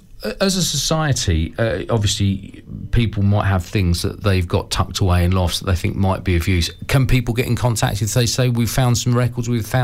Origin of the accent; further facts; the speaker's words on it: Welwyn Garden City, East of England, United Kingdom; I grew up in Welwyn Garden City, which was a new town.